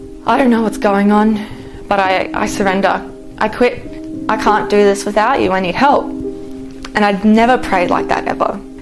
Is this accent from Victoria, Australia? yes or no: no; Brisbane, Queensland, Australia; I grew up in Brisbane, Australia.